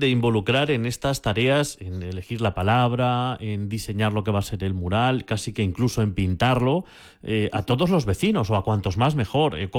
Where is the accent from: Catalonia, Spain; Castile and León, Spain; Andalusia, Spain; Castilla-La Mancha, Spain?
Castilla-La Mancha, Spain; Albalate de las Nogueras; yo soy de Albalate de las Nogueras